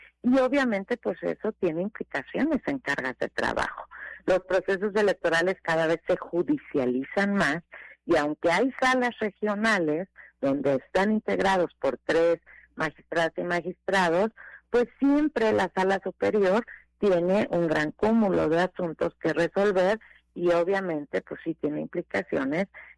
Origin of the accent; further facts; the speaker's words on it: Mexico; Me parece que como mexicanas y mexicanos ahí tenemos que estar muy atentos a exigirles por la independencia, la imparcialidad.